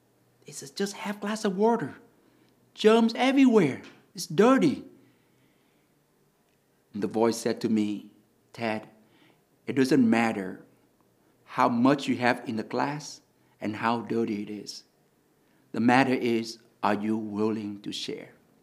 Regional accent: Vietnam; moved away as an adult; also born or lived in New Orleans; now in Baton Rouge, United States; I was born in Vietnam in 1972 during the Vietnam War, bloody summer, May 29th, 1972. I came here with my family, a family of six children, as political refugees

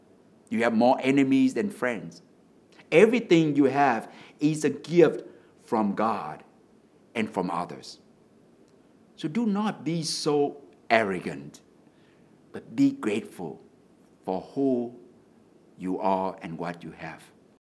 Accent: Vietnam; English is a second language; now in United States; Because for me, when I came here from Vietnam, we have to learn two words, thank you and excuse me. So as I'm speaking English in the United States

